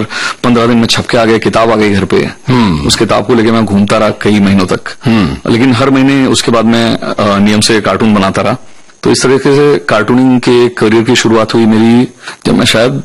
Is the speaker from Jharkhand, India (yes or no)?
no; Bhilai, Chhattisgarh, India; हाँ, एक दशमेश लाइब्रेरी करके हमारे शहर में लाइब्रेरी हुआ करती थी भिलाई में गोल मार्केट में, बहुत बड़ी लाइब्रेरी थी